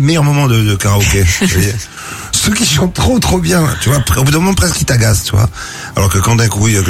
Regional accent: Marseille, Provence-Alpes-Côte d'Azur, France; Je suis marseillais

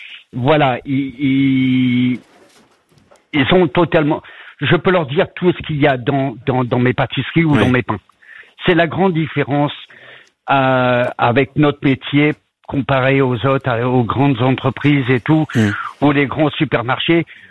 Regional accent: Boulogne-sur-Mer, Hauts-de-France, France; accent: French; moved away as an adult; now in Beverley, United Kingdom; je suis originaire de Boulogne-sur-Mer, j'ai dû simplement traverser la Manche.

